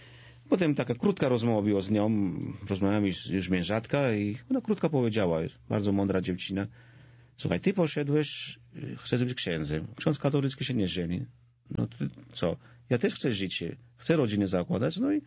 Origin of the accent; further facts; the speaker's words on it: Georgia; Polish is a second language; Mieszkamy w mojej wiosce rodzinnej. Jestem proboszczem swojej wiosce rodzinnej.